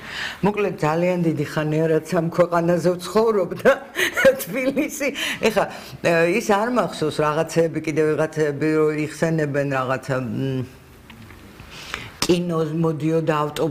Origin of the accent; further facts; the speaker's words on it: Tbilisi, Georgia; ფიქრის გორაზეც მქონდა სახლი